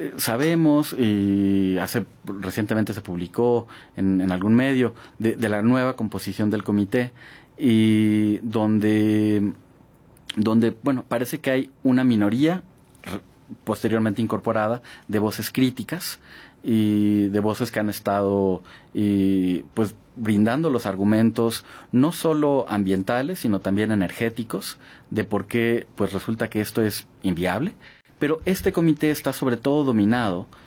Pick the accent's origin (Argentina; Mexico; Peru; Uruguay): Mexico; cada mexicano, de los más de 120 millones que somos